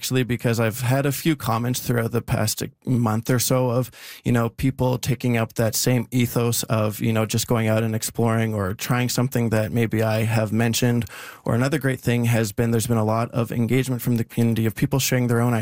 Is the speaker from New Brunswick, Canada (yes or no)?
no; Regina, Saskatchewan, Canada; now in Saskatoon, Canada; I am originally from Regina. Yes. Okay. So I made the move to Saskatoon about 4 years ago.